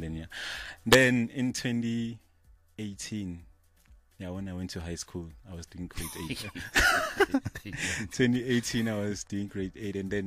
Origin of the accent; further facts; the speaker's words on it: Tembisa, Gauteng, South Africa; I was born and raised in Tembisa. Yeah, I'm from Tembisa, basically.